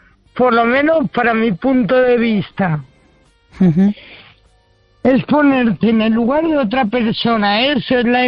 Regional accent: Community of Madrid, Spain

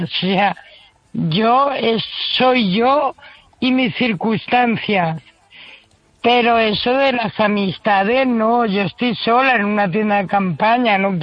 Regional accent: Community of Madrid, Spain; De hecho, yo soy madrileña, pero de sangre andal

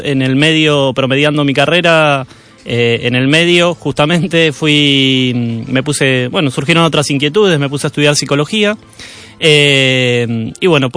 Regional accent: Argentina; moved away as an adult; now in Galicia, Spain; Yo trabajé en radio 20 años en Argentina. Bueno, se habrán dado cuenta que soy argentino.

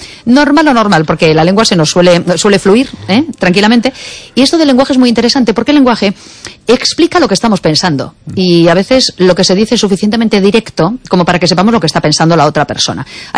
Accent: Galicia, Spain; no sería justo que me digan que soy menos, comillas, gallega, sea lo que fuere, que signifique eso, ¿me entendéis?

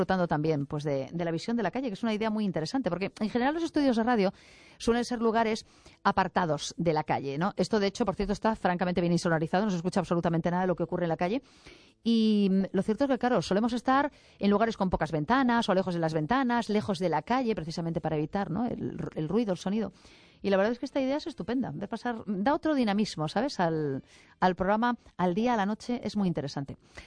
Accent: A Coruña, Galicia, Spain; bueno, yo soy coruñesa de origen, hoy me siento especialmente coruñesa, estoy haciendo el programa desde aquí

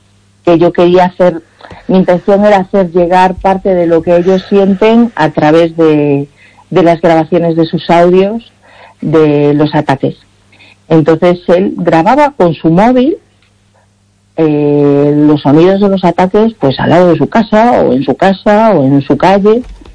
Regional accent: Galicia, Spain; aquí, y nací aquí, y toda mi vida la he hecho aquí, ¿no? Y entonces, pues en ese sentido es como me siento muy gallega.

